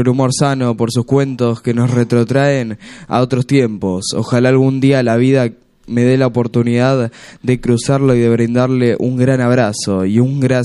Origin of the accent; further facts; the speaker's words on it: Buenos Aires, Argentina; siendo yo un porteño, me enseñó muchísimo sobre la vida de campo